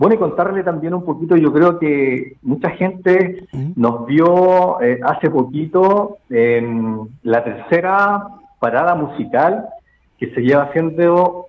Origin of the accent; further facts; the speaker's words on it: San Pablo, Los Lagos, Chile; moved away; yo vengo del sur de Chile, desde una comuna de San Pablo, que se llama Cerca de Osorno, de una banda escolar